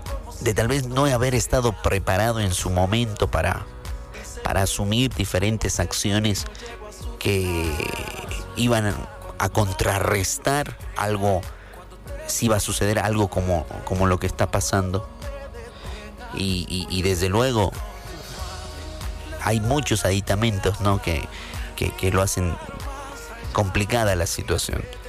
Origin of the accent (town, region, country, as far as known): Bolivia